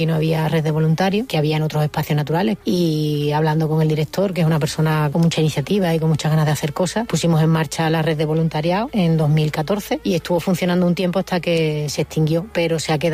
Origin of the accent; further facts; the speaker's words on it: Huelva, Andalusia, Spain; born there; Yo nací en Huelva Capital, y vivo en la costa, vivo en El Rompido.